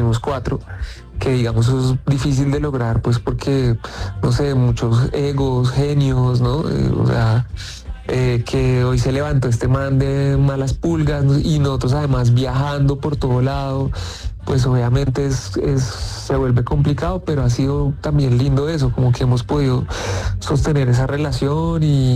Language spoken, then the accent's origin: Spanish; Colombia; pero como buen colombiano dije, claro, hombre, sí, me extraña.